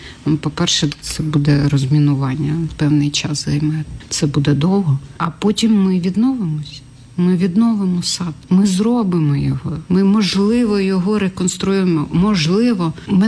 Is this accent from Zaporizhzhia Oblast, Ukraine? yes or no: yes; Zaporizhzhia, Zaporizhzhia Oblast, Ukraine; моє рідне місто